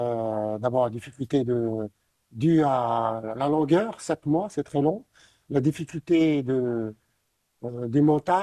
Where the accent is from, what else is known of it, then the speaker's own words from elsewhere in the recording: Morocco; born there; je suis né au Maroc